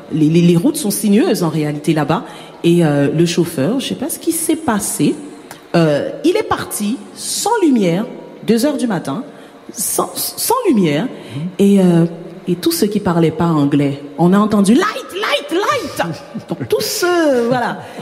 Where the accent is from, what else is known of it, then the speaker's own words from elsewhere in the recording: Guadeloupe; moved away; also born or lived in Martinique / England / Paris; Ça fonctionne différemment de chez nous, en Guadeloupe.